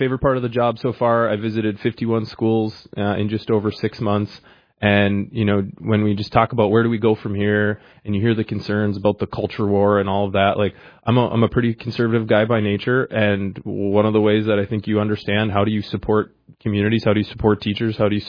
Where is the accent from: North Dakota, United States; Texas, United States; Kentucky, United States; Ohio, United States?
North Dakota, United States; West Fargo; I grew up in West Fargo.